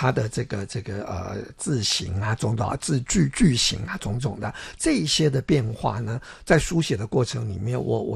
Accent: Taiwan; first language Taiwanese Hokkien; 我自己也是台湾人

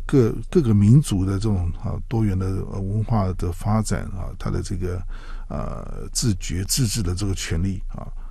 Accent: Taiwan; 甚至包括我们台湾人啊

